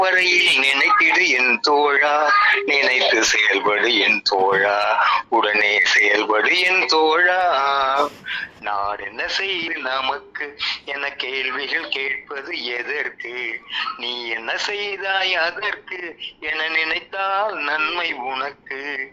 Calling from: Punnainallur, Tamil Nadu, India; தஞ்சாவூர் மாவட்டம் புன்னநல்லூர் மாரியம்மன் கோவில்

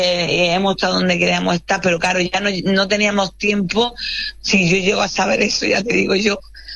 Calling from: Almería, Andalusia, Spain

